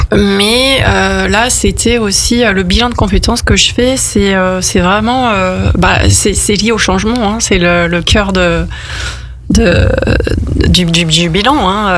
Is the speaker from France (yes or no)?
yes; France; je suis française.